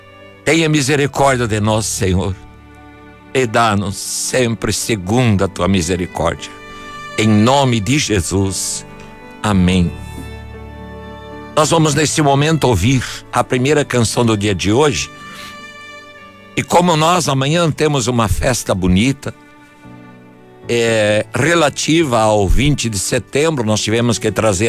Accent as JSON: {"language": "Portuguese", "region": "Rio Grande do Sul", "country": "Brazil", "tie": "born or raised there", "said": "porque nós somos gaúcho de berço, gaúcho de coração, e Deus com certeza ama a região onde nós nascemos. Com certeza ele ama o Rio Grande do Sul."}